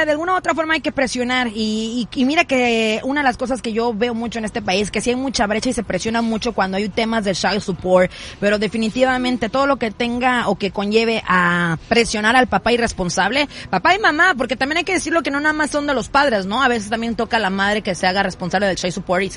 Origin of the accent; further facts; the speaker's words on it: Rosarito, Baja California, Mexico; now in Fontana, United States; Yo soy de Rosarito. Para la gente que me escucha, yo soy de Rosarito y saludos a toda mi gente bonita de por allá.